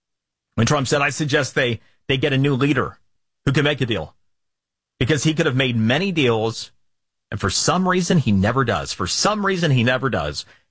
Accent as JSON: {"language": "English", "region": "Florida", "country": "United States", "said": "I literally have been working on in my home state of Florida"}